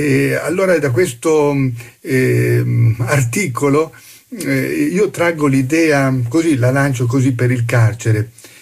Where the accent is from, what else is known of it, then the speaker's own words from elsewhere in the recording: Turin, Piedmont, Italy; Ecco, vengo da Torino, si può immaginare di quale squadra fossi tifoso, anche se ce ne sono due